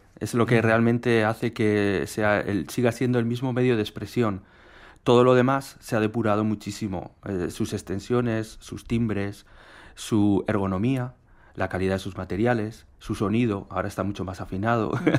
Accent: Irún, Basque Country, Spain; la ciudad de donde yo soy, de Irún.

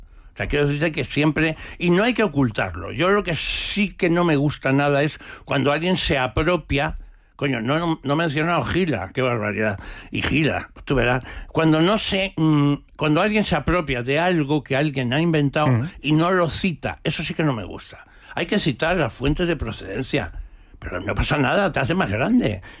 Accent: Brazatortas, Castilla-La Mancha, Spain; nosotros, que somos naturales de Brazatorta, provincia de Ciudad Real, menos mi hermanilla, que nació en Puerto Llano

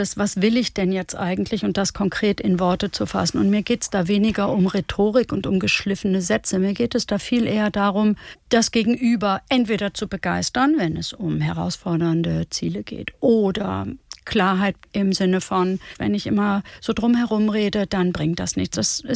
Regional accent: Herford, North Rhine-Westphalia, Germany; In Ostwestfalen-Lippe, in der Nähe von Bielefeld. Die Stadt heißt Herford und ist bekannt für ihr Pilz. Und dort bin ich groß geworden mit Großeltern, die beide zwei Weltkriege hinter sich hatten

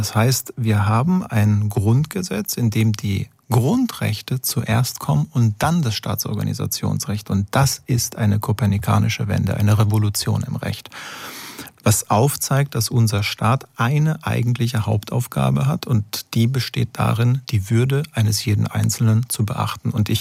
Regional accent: Italy; now in Germany; ich komme ursprünglich aus Italien

